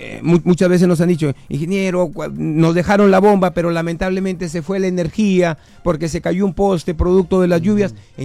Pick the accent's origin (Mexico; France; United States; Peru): Peru; Piura; Soy un piurano de pura cepa, nací y crecí en el asentamiento humano Pachitea